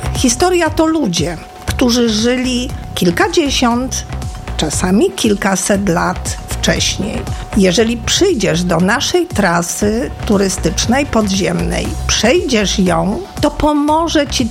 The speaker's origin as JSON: {"language": "Polish", "town": "Przemyśl", "region": "Subcarpathian Voivodeship", "country": "Poland", "tie": "born or raised there", "said": "Ja jestem z Przemyśla"}